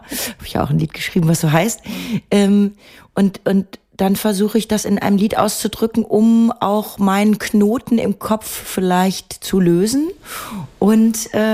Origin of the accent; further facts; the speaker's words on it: Bad Salzuflen, North Rhine-Westphalia, Germany; nur mit Hilfe von so ein paar anderen Musikern aus Ostwestfalen, aus Bad Salzuflen, wo ich herkomme